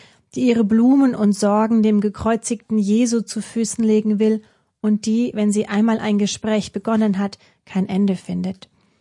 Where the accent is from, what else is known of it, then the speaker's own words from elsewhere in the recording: Baden-Württemberg, Germany; meine Heimat ist so Baden-Württemberg. Ich bin da geboren, aufgewachsen an verschiedenen Orten